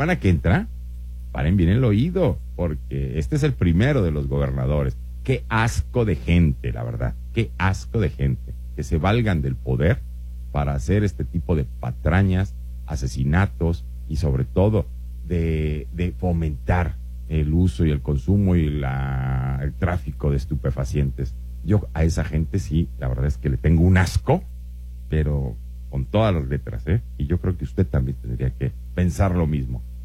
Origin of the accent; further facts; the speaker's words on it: Mexico City, Mexico; born there; Para que gente como yo naciera en la gran Ciudad de México.